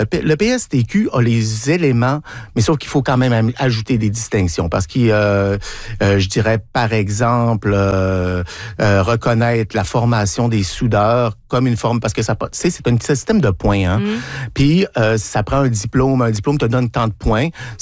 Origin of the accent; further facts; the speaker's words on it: Quebec, Canada; chez nous, au Québec